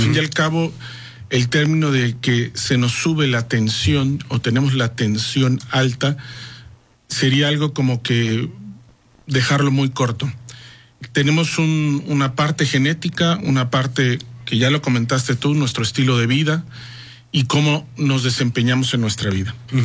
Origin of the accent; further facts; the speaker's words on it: Veracruz, Mexico; Yo soy de Veracruz